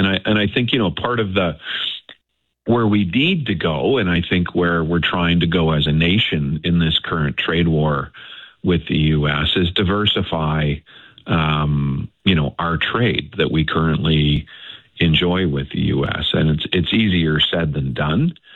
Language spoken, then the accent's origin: English; Canada; as Canadians